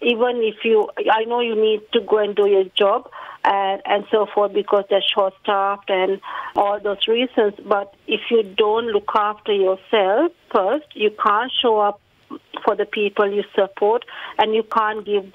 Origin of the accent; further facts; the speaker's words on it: Sri Lanka; first language Sinhala; English is a second language; Yes, so I'm from Sri Lanka, as I said, so I speak Sinhalese. I'm fluent in my language.